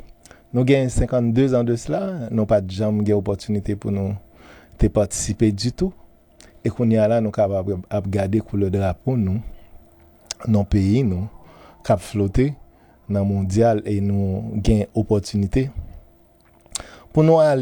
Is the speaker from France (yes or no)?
no; Haiti; Problème que nous gagnons en tant que haïtien